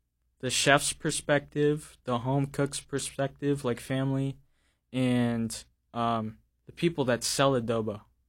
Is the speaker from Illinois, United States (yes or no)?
no; Juneau, Alaska, United States; Because born and raised in Juneau, you don't know what tourists go through, really.